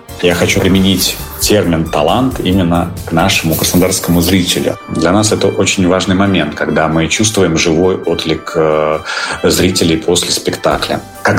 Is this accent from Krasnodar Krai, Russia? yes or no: yes; Krasnodar Krai, Russia; у нас казачий регион.